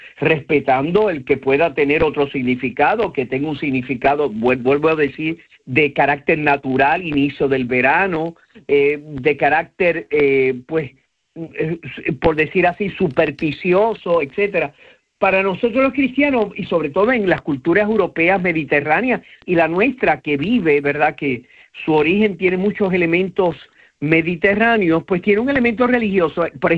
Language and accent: Spanish; Puerto Rico; para nosotros era símbolo de lo que nosotros somos como puertorriqueño en el contexto norteamericano